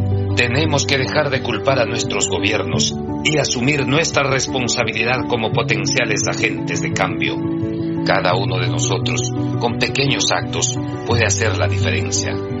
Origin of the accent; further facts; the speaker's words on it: Ghana; Además dirijo la ONG Nasco Feeding Minds, con sede en Ghana, a través de la cual brindamos educación en mi país natal.